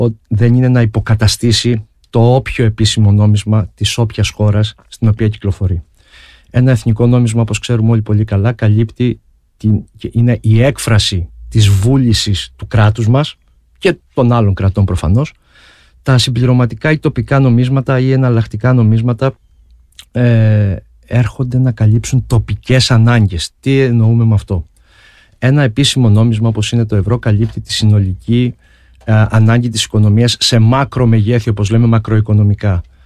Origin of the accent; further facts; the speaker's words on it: Ierapetra, Crete, Greece; σε μια πόλη όπως είναι η πόλη μου, η Ιεράπετρα, στην άλλη άκρη της Ελλάδας, στην άλλη άκρη της χώρας.